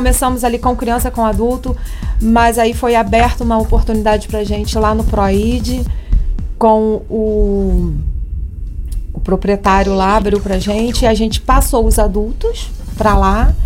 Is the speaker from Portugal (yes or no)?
no; Rio Bonito, Rio de Janeiro, Brazil; now in Cabo Frio, Brazil; Eu sou de Rio Bonito, treinei com o Mestre Carcará durante muito tempo, vim morar em Cabo Frio